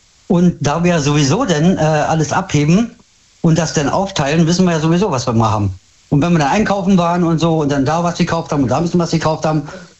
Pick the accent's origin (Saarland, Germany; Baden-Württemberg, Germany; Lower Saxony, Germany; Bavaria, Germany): Lower Saxony, Germany; Hanover; Hannover.